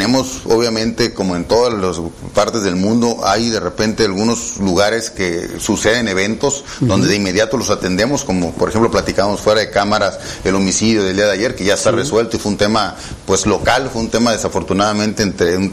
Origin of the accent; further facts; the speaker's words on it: Tuxtla Gutiérrez, Chiapas, Mexico; moved away as an adult; Sí, no, yo soy chiapaneco de corazón y tuxtleco.